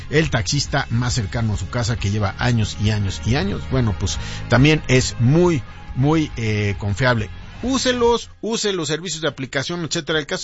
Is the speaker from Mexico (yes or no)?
yes; Mexico; todos somos mexicanos.